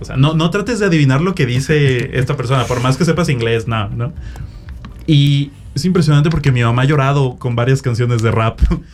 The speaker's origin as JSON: {"language": "Spanish", "country": "Mexico", "said": "que nos forma como mexicanos"}